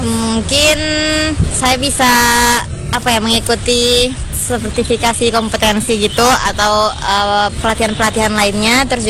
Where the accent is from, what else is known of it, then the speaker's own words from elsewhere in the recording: Mataram, West Nusa Tenggara, Indonesia; saya dari Mataram.